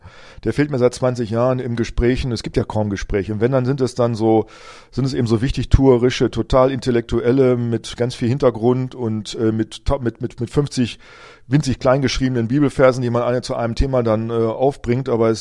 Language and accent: German; Rinteln, Lower Saxony, Germany; ich hoffe dann auch in meiner alten Heimatgemeinde in Rinteln, dass dann da Leute, dass dort die Türen aufgehen und ich, dass ich reden kann und dass Leute zuhören.